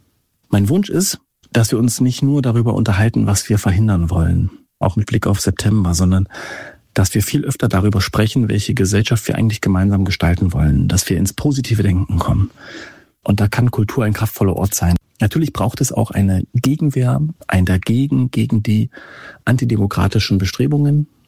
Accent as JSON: {"language": "German", "region": "Saxony-Anhalt", "country": "Germany", "said": "wir kommen hier aus Sachsen-Anhalt"}